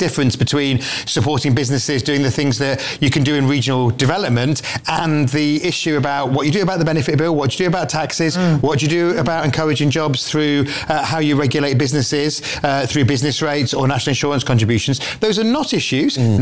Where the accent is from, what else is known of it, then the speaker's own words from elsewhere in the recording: Manchester, North West England, United Kingdom; I mean, I'm from Manchester